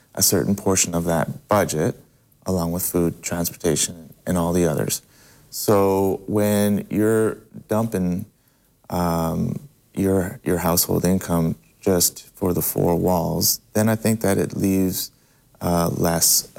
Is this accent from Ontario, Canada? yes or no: no; Montreal, Quebec, Canada; moved away; I grew up in Montreal, Canada.